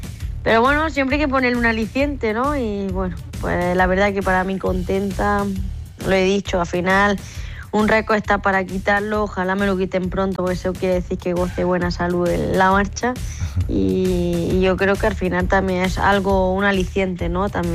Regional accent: Granada, Andalusia, Spain

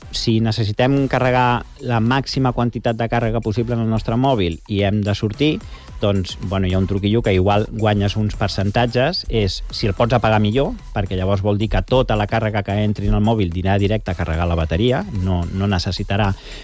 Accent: Galicia, Spain; now in Catalonia, Spain; jo soc de Galícia

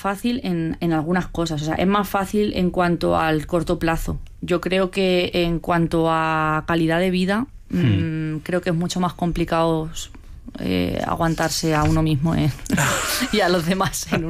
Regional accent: Castilla-La Mancha, Spain; Es un pueblo, sí, que pertenece a Cuenca, pero no está en la serranía, sino que está en la Mancha Baja.

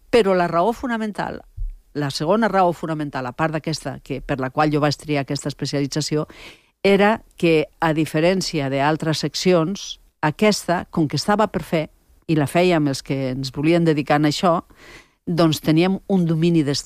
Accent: Catalonia, Spain; accent: Ponent

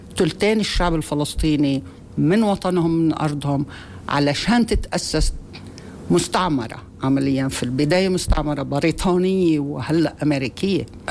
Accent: Palestine; also born or lived in Canada; تجاربنا كفلسطينيين

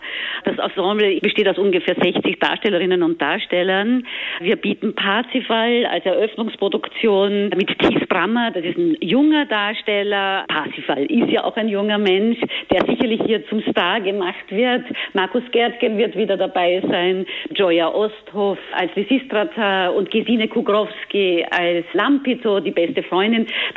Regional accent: Vienna, Austria; now in Bad Hersfeld, Germany; Und wie man an meiner Sprache hört, bin ich ja auch Österreicherin, Wienerin sogar.

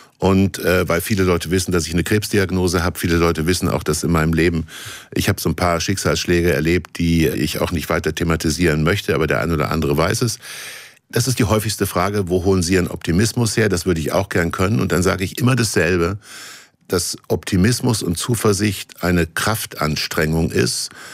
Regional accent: Kassel, Hesse, Germany; das habe ich schon als Kind in Kassel gemacht

